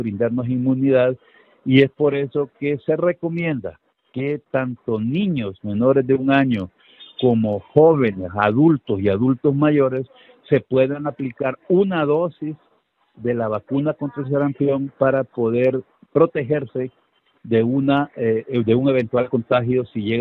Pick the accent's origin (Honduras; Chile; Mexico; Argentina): Honduras; nosotros no tenemos que ser reacios como hondureños